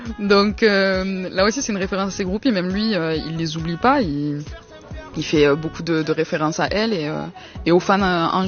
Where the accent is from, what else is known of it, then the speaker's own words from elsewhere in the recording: Marseille, Provence-Alpes-Côte d'Azur, France; c'est une question qu'aujourd'hui, en tant que Marseillais, et même à l'époque, qu'on ne peut pas éviter.